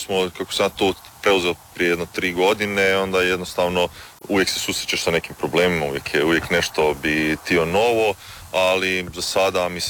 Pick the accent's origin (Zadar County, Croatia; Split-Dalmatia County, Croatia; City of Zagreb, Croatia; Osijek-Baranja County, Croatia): City of Zagreb, Croatia; Zagreb; also born or lived in Germany; ja sam rođen zapravo u Njemačkoj i onda su se moji roditelji vratili natrag u Hrvatsku 2000. godine, preselili su u Zagreb. I ja sam tamo završio i osnovnu, srednju školu, fakultet.